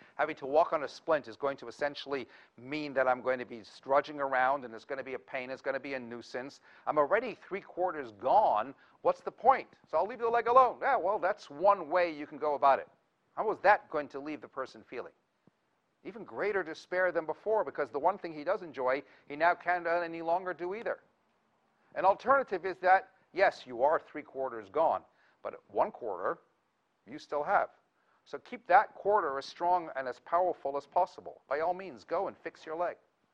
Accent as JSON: {"language": "English", "town": "Toronto", "region": "Ontario", "country": "Canada", "tie": "born or raised there", "said": "In my childhood bedroom, where I grew up in Toronto, Canada"}